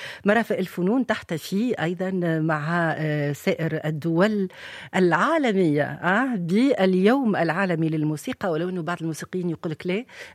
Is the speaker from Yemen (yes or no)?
no; Tunisia; احنا تونس